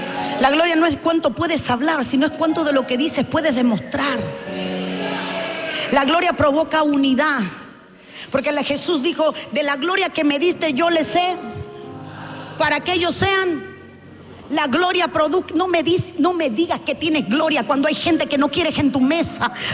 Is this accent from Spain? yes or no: no; Cuba; accent: Cuban; se me zafó el cubano